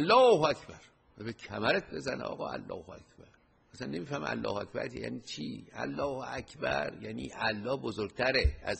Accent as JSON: {"language": "Persian", "country": "Iran", "said": "ما ایرانی هستیم."}